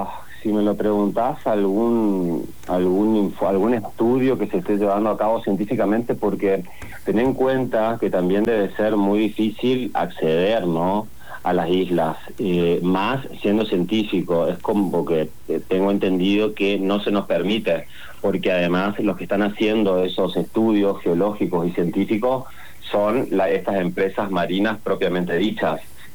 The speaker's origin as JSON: {"language": "Spanish", "country": "Argentina", "said": "y más siendo argentino, ¿no?"}